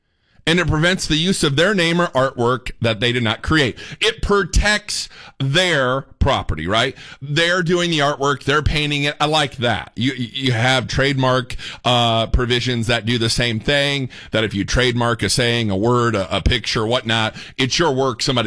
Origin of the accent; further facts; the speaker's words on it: Indiana, United States; moved away; I'm from Indiana, so be nice to me.